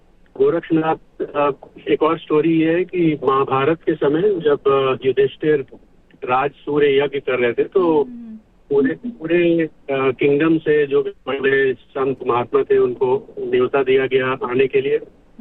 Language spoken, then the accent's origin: Hindi; Gorakhpur, Uttar Pradesh, India; मैं गोरखपुर में पला बढ़ा हूँ.